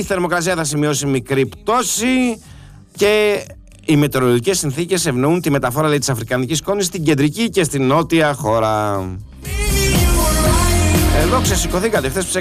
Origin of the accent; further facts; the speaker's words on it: Central Greece, Greece; στο χωριό μου. Δηλαδή, φθιότιδα